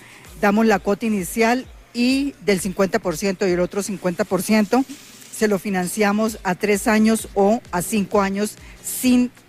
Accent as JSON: {"language": "Spanish", "town": "Maní", "region": "Casanare", "country": "Colombia", "said": "Yo soy de Maní Casanare."}